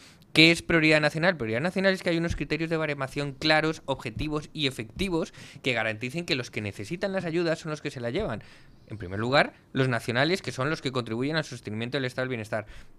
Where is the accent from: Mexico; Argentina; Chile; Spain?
Spain; Entonces, como nosotros somos españoles y trabajamos los dos, estamos los últimos en la cola.